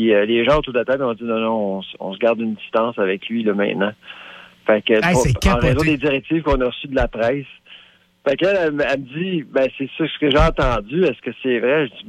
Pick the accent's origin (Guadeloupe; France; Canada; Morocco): Canada; Quebec; now in Canada (outside Quebec); en tant que francophone hors Québec, en tant que Québécois hors Québec